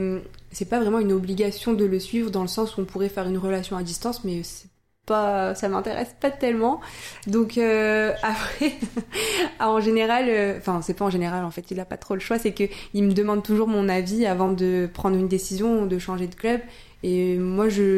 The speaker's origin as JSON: {"language": "French", "town": "Le Mans", "region": "Pays de la Loire", "country": "France", "also_born_or_lived": "Northern France", "moved": "yes", "said": "quand je suis chez mes parents ou chez moi au Mans"}